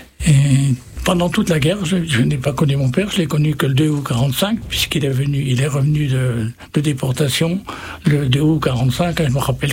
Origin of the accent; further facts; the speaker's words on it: France; also born or lived in Cayenne / Tahiti / Germany / Metz; now in Toul, France; Mon village natal se situe au point de tréjonction des Vosges, de la Haute-Marne et de la Haute-Saône. Un petit village de 200 habitants et qui a vu les temps modernes très tard. Les routes goudronnées, il n'y en avait pas jusqu'après la guerre.